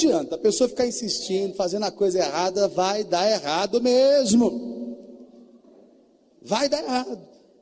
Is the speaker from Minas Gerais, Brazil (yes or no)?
yes; Juiz de Fora, Minas Gerais, Brazil; also born or lived in Belo Horizonte; Era lá de Juiz de Fora? Eu também era lá de Juiz de Fora. Com meu pai, né? Aí ele foi para Belo Horizonte, eu passei a ser de Belo Horizonte.